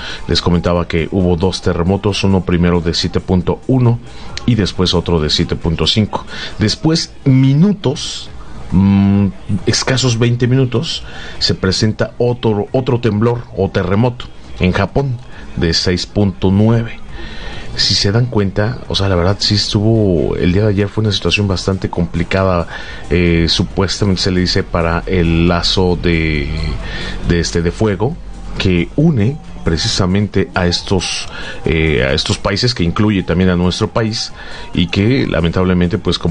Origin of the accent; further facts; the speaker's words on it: Mexico; todos como mexicanos